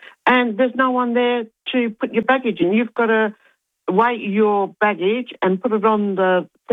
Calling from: Adelaide, South Australia, Australia; we came home from Cairns to Adelaide

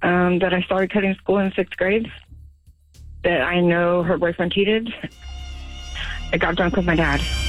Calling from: Stockton, California, United States

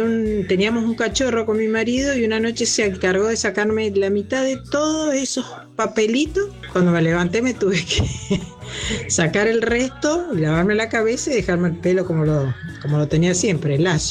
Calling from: San Rafael, Mendoza, Argentina; de San Rafael, Mendoza.

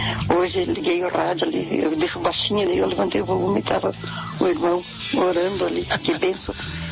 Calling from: Brazil; Eu sou aqui do Palmeira.

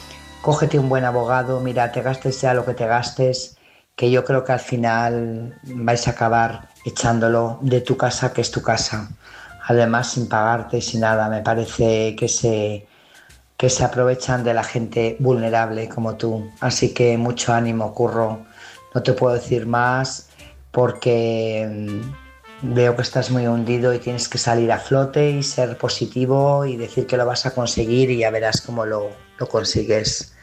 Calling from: Burgos, Castile and León, Spain; Buenas noches … corresponsal de Burgos.

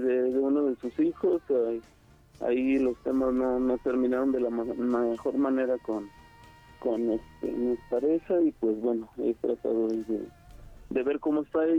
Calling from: Tula de Allende, Hidalgo, Mexico; Andamos por acá en el estado de Hidalgo.

